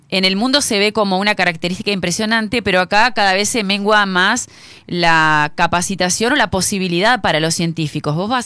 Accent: Argentina

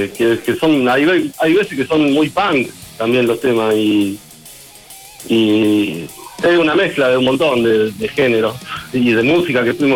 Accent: Arroyo Seco, Santa Fe, Argentina; Somos todos de Arroyo, sí.

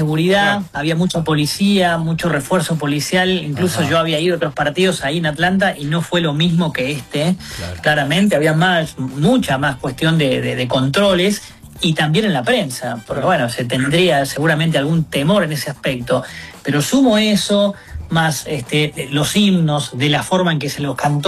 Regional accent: Argentina

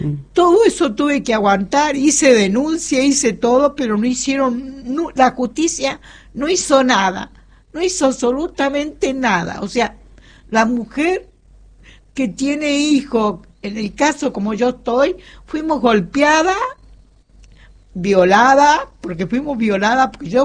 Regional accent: Buenos Aires, Argentina; Yo vine de Buenos Aires.

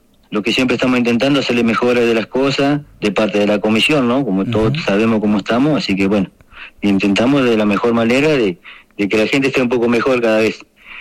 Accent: El Salado, Río Negro, Argentina; Porque tenemos la parte del Salado, de donde yo soy del Salado, el otro paraje que está vecino, que también pertenece a Chipauquil, que es zona rural de Chipauquil.

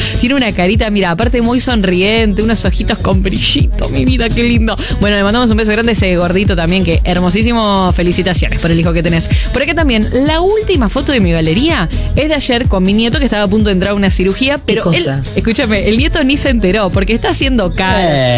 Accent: Jujuy, Argentina; el guiso de anoche en olla de barro, porque somos jujeños, vamos, Jujuy, todavía.

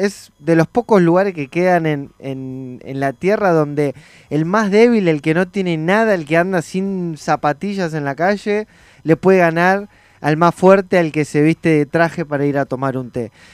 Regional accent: Argentina; Nosotros como argentinos

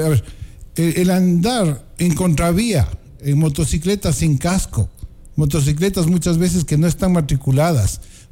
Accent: Baños, Tungurahua, Ecuador; los baneños también tenemos la culpa

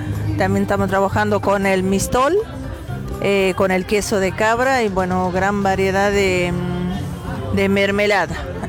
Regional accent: Pozo Hondo, Santiago del Estero, Argentina; vengo de Pozondo, departamento Jiménez.

